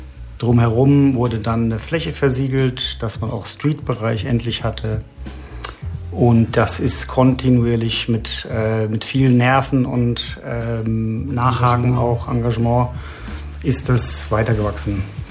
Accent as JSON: {"language": "German", "town": "Bad Vilbel", "region": "Hesse", "country": "Germany", "tie": "born or raised there", "also_born_or_lived": "Frankfurt", "said": "ich bin gebürtiger Frankfurter, bin aber dann nach Bad Vilbel gezogen zur zweiten Grundschulklasse und würde da meinen Jugendlebensmittelpunkt sehen"}